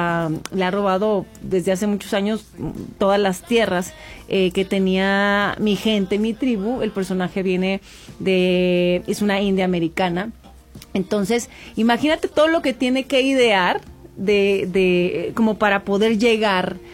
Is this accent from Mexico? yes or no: yes; northern Mexico, Mexico; como buena norteña, pues somos de frente, ¿sabes? Somos personas directas de frente.